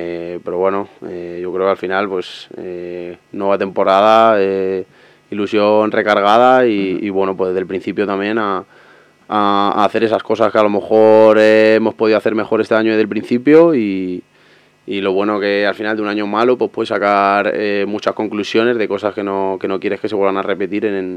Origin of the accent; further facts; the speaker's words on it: Madrid, Community of Madrid, Spain; Yo soy de aquí de Madrid